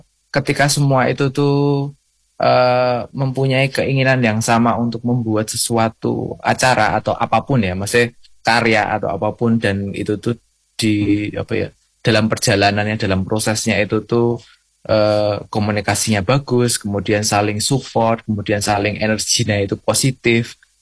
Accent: Sleman, Special Region of Yogyakarta, Indonesia; mungkin kayak saya juga warga Sleman ya

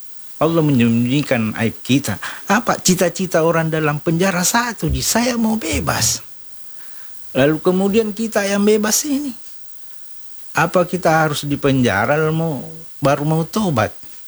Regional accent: South Sulawesi, Indonesia; atau kita sebagai Bugis Makassar sebelum dan sesudah Ramadan itu pergi siarah kubur.

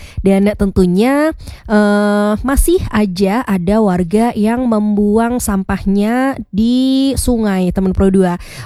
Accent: Yogyakarta, Special Region of Yogyakarta, Indonesia; kita sebagai warga Kota Yogyakarta

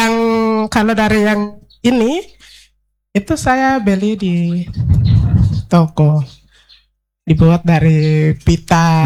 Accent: Boven Digoel, South Papua, Indonesia; kami saja di Bovendigul

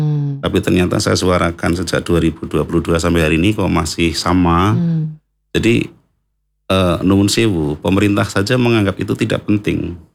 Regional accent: Banyumas, Central Java, Indonesia; born there; saya bangga menjadi orang yang lahir di Banyumas karena ternyata leluhur-leluhur saya adalah manusia-manusia yang berkualitas.

